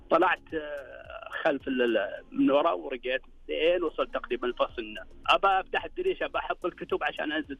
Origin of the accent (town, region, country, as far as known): Al-Kharj, Riyadh Province, Saudi Arabia; born or raised there